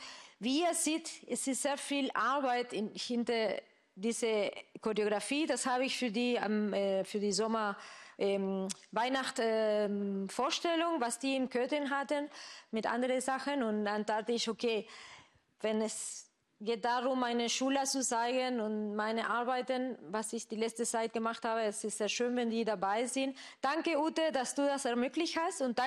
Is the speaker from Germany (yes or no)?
no; Argentina; German is a second language; ich komme aus Argentinien. Und in Argentinien, Tango ist unser Nationaltanz.